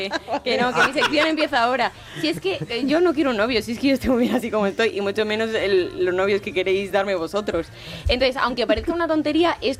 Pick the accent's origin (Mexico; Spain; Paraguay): Spain; Salamanca, Castile and León; Y soy salmantina.